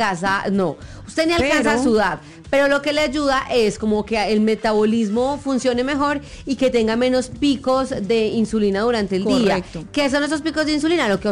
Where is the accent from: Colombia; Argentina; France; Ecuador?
Colombia; Manizales, Caldas; now in Bogotá, Colombia; en Manizales es muy chiquito. Sí. Yo soy de Manizales.